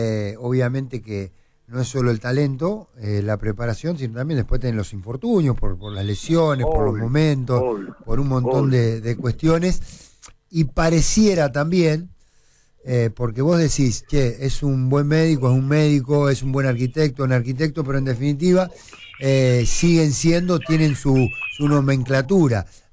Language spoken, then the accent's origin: Spanish; Argentina